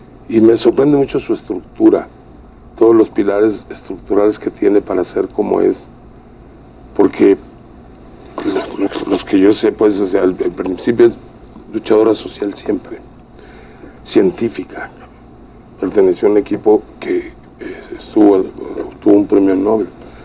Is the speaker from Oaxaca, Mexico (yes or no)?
no; Ures, Sonora, Mexico; born or raised there; also born or lived in Hermosillo